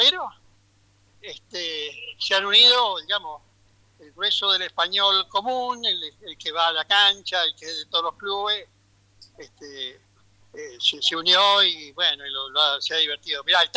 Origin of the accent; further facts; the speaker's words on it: Argentina; now in Spain; Somos orgullosamente argentinos siempre.